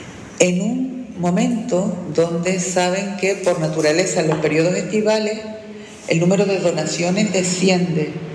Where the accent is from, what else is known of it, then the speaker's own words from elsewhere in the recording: Canary Islands, Spain; en una sociedad como la canaria